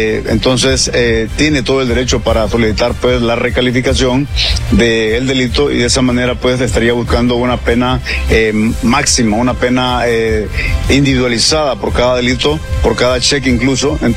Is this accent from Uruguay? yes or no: no; Honduras; ya estamos cansados como pueblo hondureño